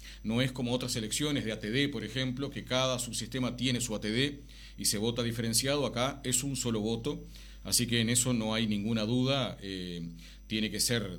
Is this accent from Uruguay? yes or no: yes; Canelones, Uruguay; Yo soy del interior, vivo en Canelones y vivo además en el medio rural